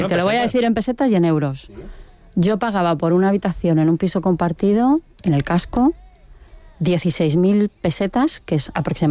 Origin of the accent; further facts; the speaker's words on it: Madrid, Community of Madrid, Spain; moved away as an adult; now in Toledo, Spain; Yo vengo de Madrid